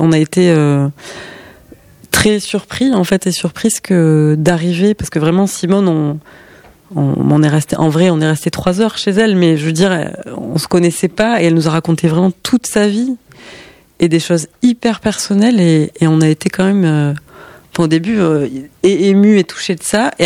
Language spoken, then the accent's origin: French; Occitanie, France; Et moi, je viens du Lot, et donc je suis rentrée l'hiver à Noël chez moi.